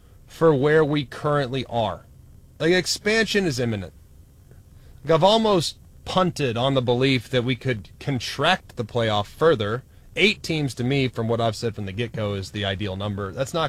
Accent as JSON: {"language": "English", "region": "Texas", "country": "United States", "said": "I'm from Texas."}